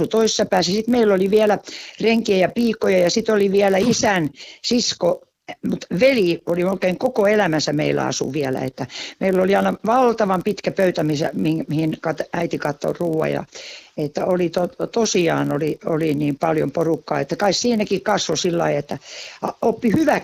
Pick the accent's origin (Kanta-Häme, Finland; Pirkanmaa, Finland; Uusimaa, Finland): Kanta-Häme, Finland; Jokioinen; born there; Jokioisilla mä synnyn iso maalaistaloon.